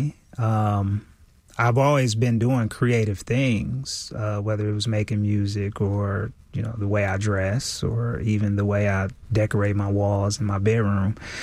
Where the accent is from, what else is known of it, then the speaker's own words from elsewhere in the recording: Milwaukee, Wisconsin, United States; moved away as an adult; now in Houston, United States; Yeah, so Milwaukee, Wisconsin, my hometown, born and raised.